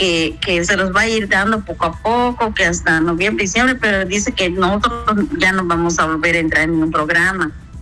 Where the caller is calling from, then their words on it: Xcalak, Quintana Roo, Mexico; Yo soy del pueblo de Xcalac.